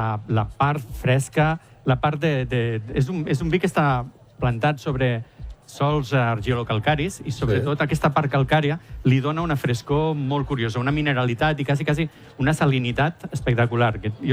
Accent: Ginestar, Catalonia, Spain; Jo sóc de Ginestar.

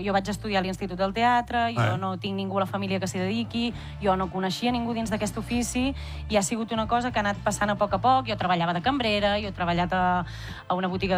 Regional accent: Manlleu, Catalonia, Spain; Jo soc de Manlleu.

